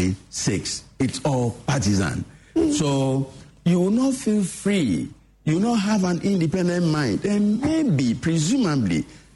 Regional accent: Ghana; I mean, I'm a Ghanaian, so I know how these things work.

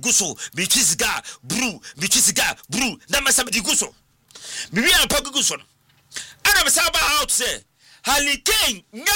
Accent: Ghana; brother from Ghana.

